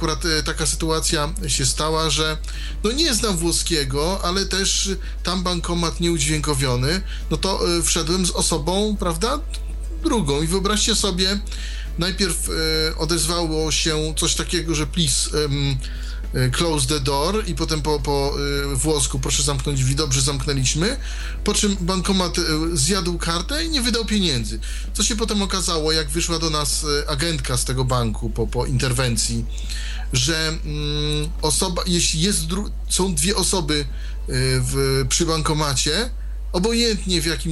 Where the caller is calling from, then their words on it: eastern Poland, Poland; dzwonię z Polski C